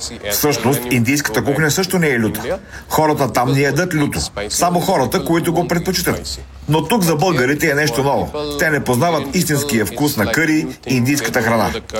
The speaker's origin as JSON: {"language": "Bulgarian", "region": "North India", "country": "India", "also_born_or_lived": "California / Amsterdam / Moscow", "moved": "as an adult", "lives_now": "Bulgaria", "said": "Харесва ми тук, защото съм от Хималаите, Северна Индия, и климатът тук е почти като този у дома."}